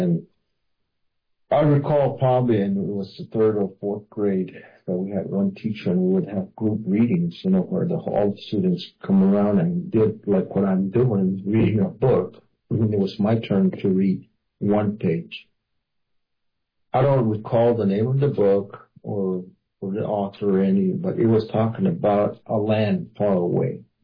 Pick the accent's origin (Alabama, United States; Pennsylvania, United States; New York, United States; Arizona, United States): Arizona, United States; first language Hopi